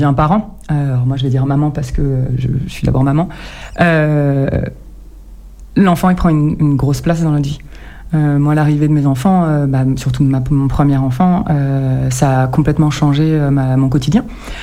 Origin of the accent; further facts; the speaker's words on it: Pays de la Loire, France; now in Périgord vert, France; Moi, j'ai grandi dans le Maine-et-Loire, entre Angers et Saumur, dans un petit village, pareil, au bord de la Loire.